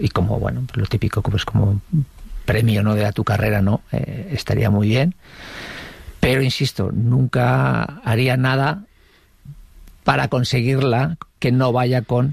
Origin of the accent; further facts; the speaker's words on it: Basque Country, Spain; me paso con el coche por la casa donde, pues donde yo nací. No nací en la casa, entiéndeme, pero donde viví toda mi infancia. Uh-huh. Hasta que me marché de casa, que estaba en un barrio obrero, en Zaramaga.